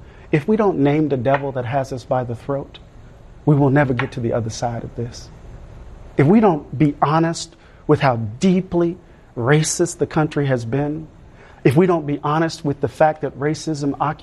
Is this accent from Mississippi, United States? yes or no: yes; Mississippi, United States; I'm from Mississippi.